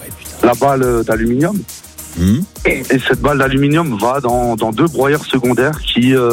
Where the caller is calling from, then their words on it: Colmar, Grand Est, France; Je suis de Colmar en Alsace.